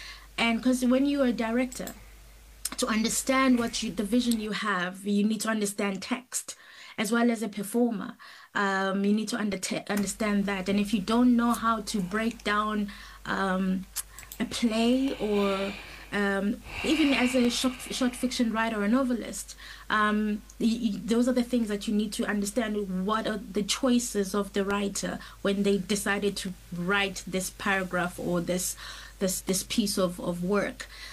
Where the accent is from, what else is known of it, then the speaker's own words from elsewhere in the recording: Tembisa, Gauteng, South Africa; I grew up in Tembisa, Johannesburg